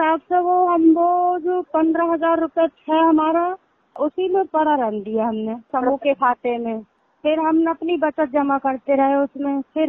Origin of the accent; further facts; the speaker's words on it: Rampur district, Uttar Pradesh, India; मैं ग्राम जादोपुर की रहने वाली हूँ, पोस्ट दमोरा, जिला रामपुर।